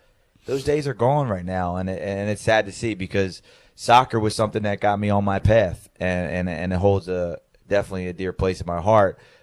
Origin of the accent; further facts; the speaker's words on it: Philadelphia, Pennsylvania, United States; where I grew up in Fishtown, it was a big movement